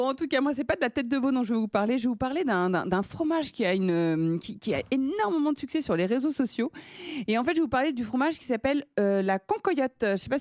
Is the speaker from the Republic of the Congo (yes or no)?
no; France; je viens de l'Ouest de la France